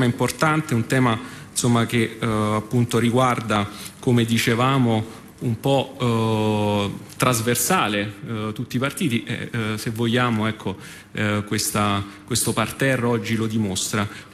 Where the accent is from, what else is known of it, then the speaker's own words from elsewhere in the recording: Naples, Campania, Italy; perché sono napoletano anch'io